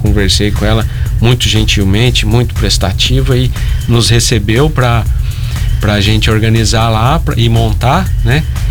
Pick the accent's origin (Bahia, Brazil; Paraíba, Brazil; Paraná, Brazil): Paraná, Brazil; Santo Antônio da Platina; Sou de Santo Antônio da Patinha.